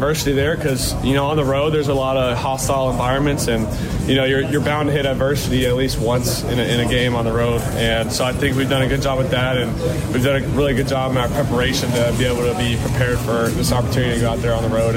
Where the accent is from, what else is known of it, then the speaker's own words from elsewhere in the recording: California, United States; moved away; coming back home, my hometown.